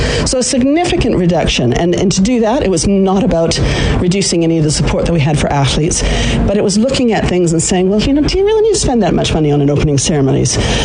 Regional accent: Scotland, United Kingdom; born there; I was born in Scotland, brought up

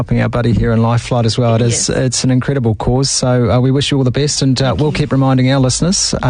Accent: Whangarei, Northland, New Zealand; born there; So I was born in Whangarei too.

